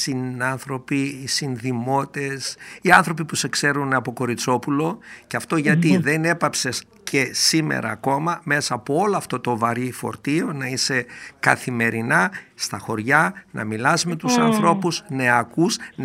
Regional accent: Doirani, Central Macedonia, Greece; είμαι από τη Δοϊράνη του νομού Κιλκής

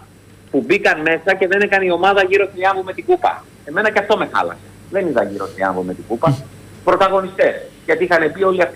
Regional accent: Central Greece, Greece; εδώ στα μέρη μου, στην Εύβοια

